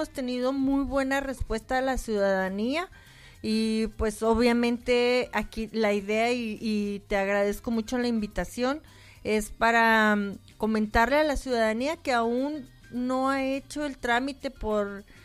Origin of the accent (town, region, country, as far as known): Mexico